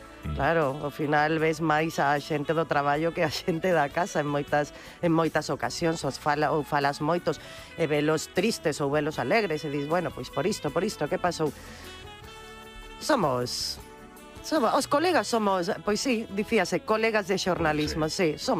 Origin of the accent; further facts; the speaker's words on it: Cedeira, Galicia, Spain; sí, sí, sinto moita honra por Ferrol, sí, pero... pero son de Cedeira.